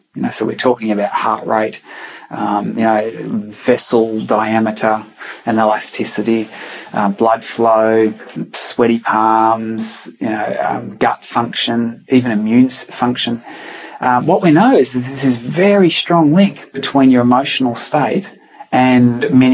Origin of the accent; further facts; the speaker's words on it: Australia; In my book, I joke around because I'm an Aussie, you know, we give everything nicknames.